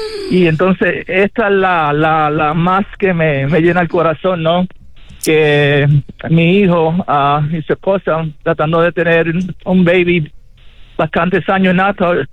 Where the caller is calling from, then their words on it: Austin, Texas, United States; estoy llamando de Austin, Texas.